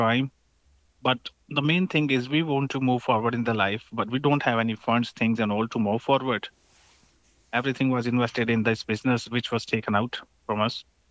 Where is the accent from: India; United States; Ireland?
India; I'm Indian, yeah.